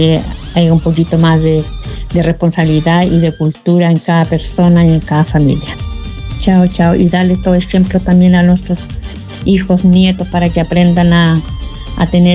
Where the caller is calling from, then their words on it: Hualpén, Biobío, Chile; aquí yo vivo en Hualpén